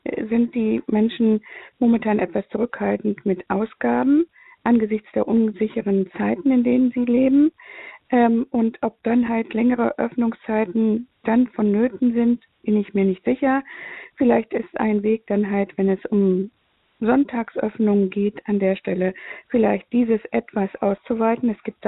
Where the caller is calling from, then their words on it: Hamburg, Germany; ich rufe aus Hamburg an.